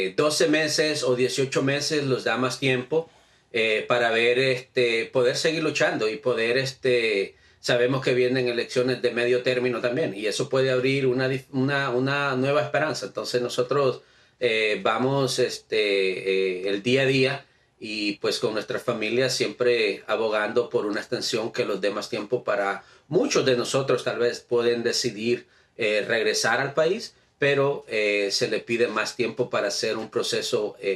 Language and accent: Spanish; El Salvador; now in United States; aportamos como salvadoreños